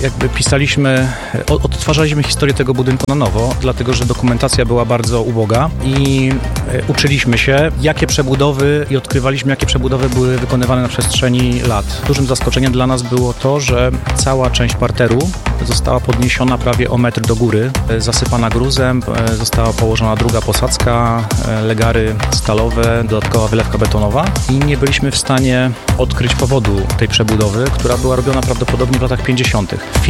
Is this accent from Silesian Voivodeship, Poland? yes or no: yes; Sosnowiec, Silesian Voivodeship, Poland; jestem z Sosnowca